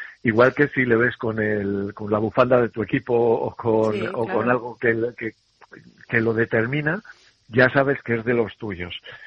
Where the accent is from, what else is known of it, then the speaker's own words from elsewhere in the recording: Castile, Spain; now in Galicia, Spain; yo también, aunque soy ya más gallego que cualquier otra cosa, soy castellano, y en Castilla, claro, es todo como más seco